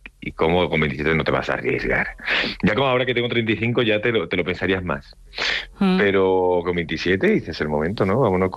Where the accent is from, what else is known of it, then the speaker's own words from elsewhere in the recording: Andalusia, Spain; accent: Andalusian; Y lo hice con acento andaluz, que yo soy de andaluz